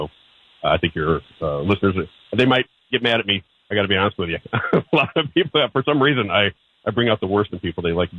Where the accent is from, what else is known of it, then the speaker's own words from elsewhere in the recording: St. Louis, Missouri, United States; You know, I'm from St. Louis, so I wanted to be a sports broadcaster